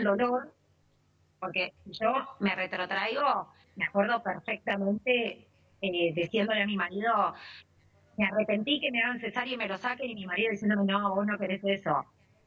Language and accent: Spanish; La Plata, Buenos Aires Province, Argentina; Sí, yo soy de La Plata.